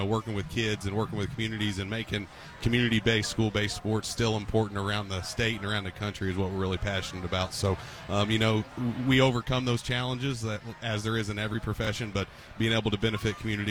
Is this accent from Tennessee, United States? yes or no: no; Indianapolis, Indiana, United States; I'm from Decatur Township, grew up Decatur Central grad